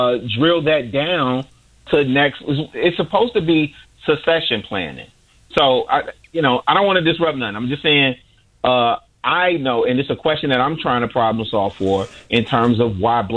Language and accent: English; Chicago, Illinois, United States; moved away as an adult; also born or lived in Atlanta / Detroit; I'm born and raised in Chicago. I grew up in Roseland. I lived in Atlanta for 20 years.